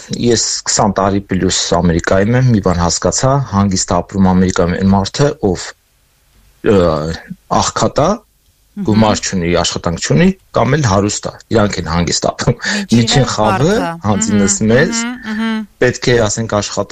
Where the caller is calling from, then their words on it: Los Angeles, California, United States; Լոս Անջելեսից եմ զանգահարում